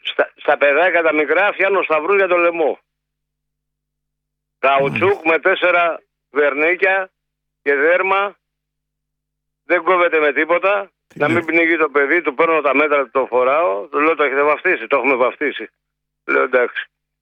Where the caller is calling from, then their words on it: Salamina, Attica, Greece; Σαλαμίνα που είμαι. Είμαι από το Μάρτι εδώ.